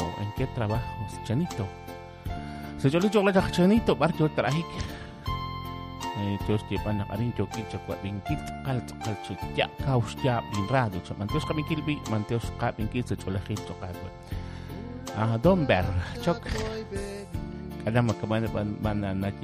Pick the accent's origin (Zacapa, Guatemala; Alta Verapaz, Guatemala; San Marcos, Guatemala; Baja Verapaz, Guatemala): Alta Verapaz, Guatemala; Fray Bartolomé de las Casas; soy de Fray Bartolomé de las Casas.